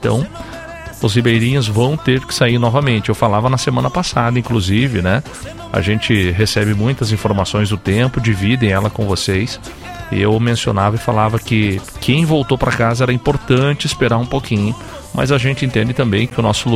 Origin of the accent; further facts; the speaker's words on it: Brazil; Eu me criei ali na Vila Argentina, né, na casa da minha mãe. E ali é um dos primeiros lugares que pega enchente